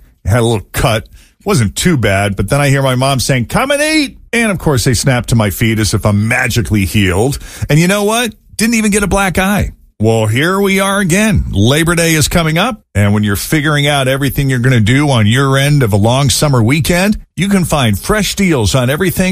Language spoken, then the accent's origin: English; Massachusetts, United States; I grew up outside of Boston, and the neighbors, they had their backyard barbecue going